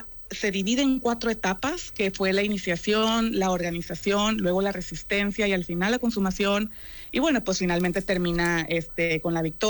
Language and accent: Spanish; Mexico; vale la pena entenderla por como mexicanos y saber qué celebramos ayer.